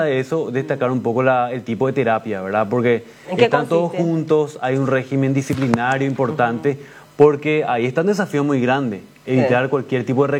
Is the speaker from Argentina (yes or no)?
no; Paraguay